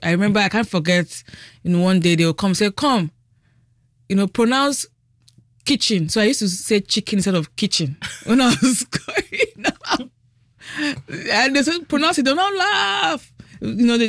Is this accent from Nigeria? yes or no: yes; Enugu, Enugu State, Nigeria; also born or lived in Lagos; So I was born in Lagos, but my parents, so they moved first from Lagos to Enugu. So my first school was in Enugu